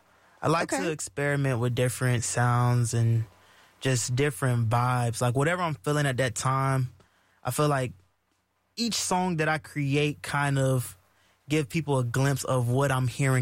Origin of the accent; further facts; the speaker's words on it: Atlanta, Georgia, United States; now in Houston, United States; I'm from Atlanta, but you know, I'm currently living here in Houston.